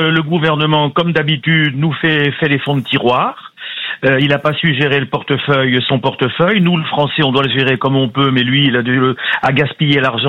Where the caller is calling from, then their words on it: Juan-les-Pins, Provence-Alpes-Côte d'Azur, France; je vous appelle de Jouan-les-Pins.